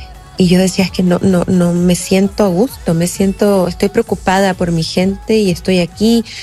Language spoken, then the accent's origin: Spanish; Chile